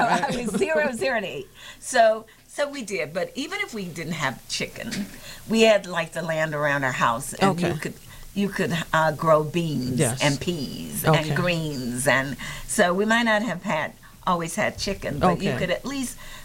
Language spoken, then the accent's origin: English; Avalon, Mississippi, United States; also born or lived in Grenada, Mississippi; I was born in Grenada, Mississippi, in Grenada Hospital, and my family lived actually in Avalon, Mississippi, but Grenada was the closest town. We actually lived in the country, as they called it then, but out on the farm, on the plantation. We were sharecroppers